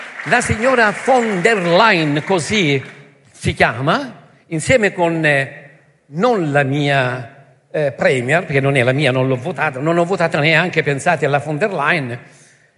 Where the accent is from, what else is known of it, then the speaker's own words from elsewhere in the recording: Lampedusa, Sicily, Italy; io, sapete, vengo da Lampedusa